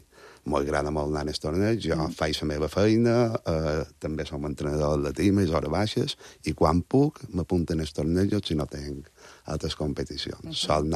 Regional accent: Montuïri, Balearic Islands, Spain; un joc tradicional que tenim al meu poble, que és Montuïri

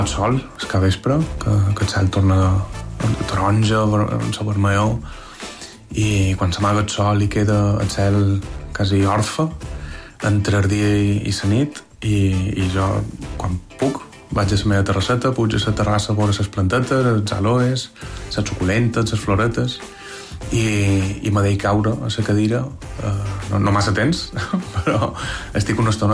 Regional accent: Palma, Balearic Islands, Spain; d'Art de Palma

